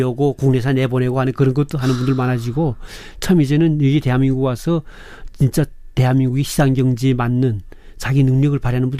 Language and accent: Korean; North Korea; 아마 우리 탈북민들이 그때 가면 북한의 음식점 식당들은 거의 다 독점할 거예요.